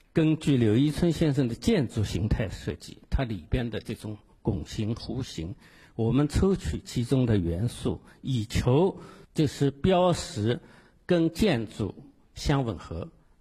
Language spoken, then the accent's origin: Chinese; Shanghai, China; 在里边我们上海人叫很服帖